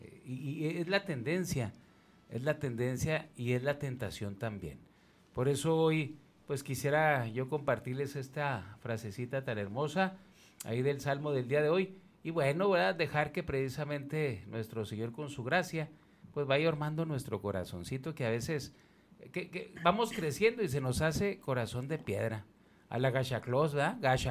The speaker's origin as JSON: {"language": "Spanish", "town": "Monterrey", "region": "Nuevo León", "country": "Mexico", "said": "somos como regiomontanos"}